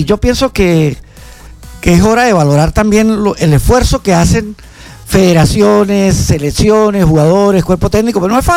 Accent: Venezuela; a mí particularmente, siendo venezolano

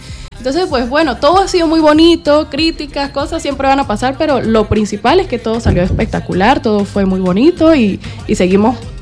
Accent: Venezuela; No, siempre en mi país, en mi ciudad.

